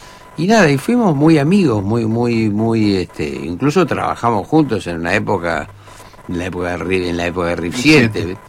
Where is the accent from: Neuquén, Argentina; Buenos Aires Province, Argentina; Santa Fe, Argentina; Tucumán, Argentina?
Buenos Aires Province, Argentina; La Plata; Y yo vine a Buenos Aires, porque yo soy de La Plata, vine a Buenos Aires